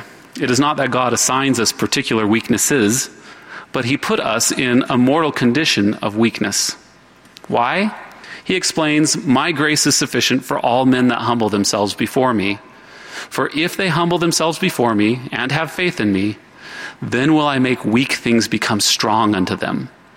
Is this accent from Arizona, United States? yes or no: yes; St. Johns, Arizona, United States; my hometown of St. John's, Arizona.